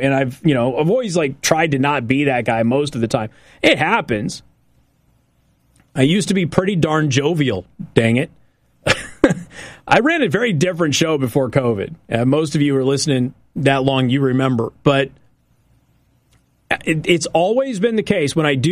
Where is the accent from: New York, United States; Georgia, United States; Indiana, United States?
Indiana, United States; Logansport; Casey, I grew up in Logansport.